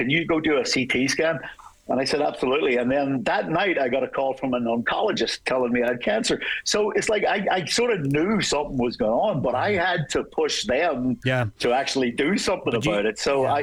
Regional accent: Belfast, Northern Ireland, United Kingdom; moved away as an adult; also born or lived in Lisburn; now in United States; when I grew up in Belfast.

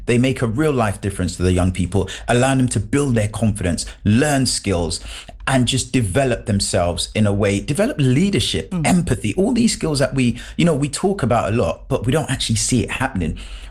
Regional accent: London, United Kingdom; also born or lived in Jamaica; I was born in Jamaica. I grew up in London. I came to the UK when I was about six, going on seven.

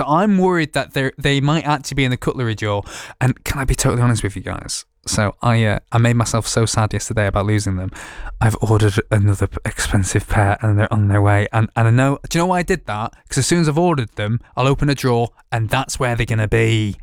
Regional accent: United Kingdom; I just knew that that's what I needed to say as a British person.

